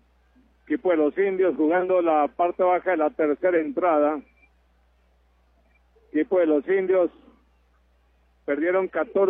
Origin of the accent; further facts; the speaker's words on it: Cuauhtémoc, Chihuahua, Mexico; Oiga, Martín, yo soy de Cuauhtémoc. Soy de Cuauhtémoc.